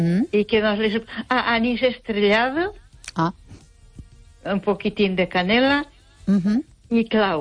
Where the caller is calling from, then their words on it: Ponferrada, Castile and León, Spain; de Ponferrada.